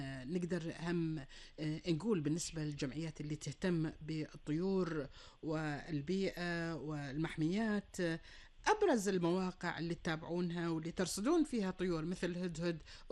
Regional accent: Kuwait; ديرتنا الحبيبة الكويت

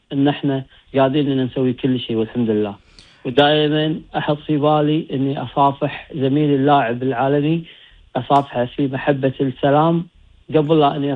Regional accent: Kuwait; وحب وطني الكويت، اني احب بلدي الكويت

